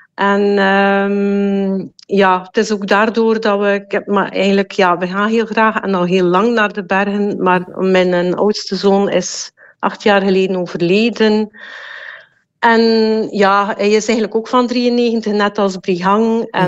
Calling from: Ardooie, Flanders, Belgium; Ik ben van West-Vlaanderen, Ik ben van Ardooien.

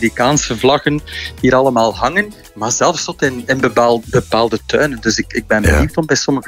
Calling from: Belgium

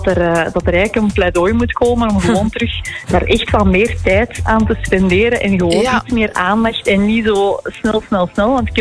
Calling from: Antwerp province, Flanders, Belgium; provincie Antwerpen, ja, klopt.

